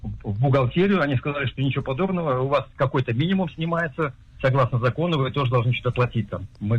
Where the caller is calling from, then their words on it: Rishon LeZion, Central District, Israel; Я из Ришина.